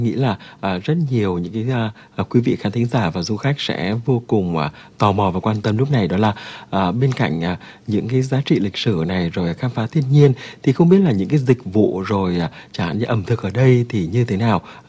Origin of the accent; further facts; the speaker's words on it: Vĩnh Long, Vietnam; also born or lived in Bến Tre; Anh vốn là sinh trưởng ở miền Nam thì ngày bé ở miền Tây, ở Vĩnh Long, Bến Tre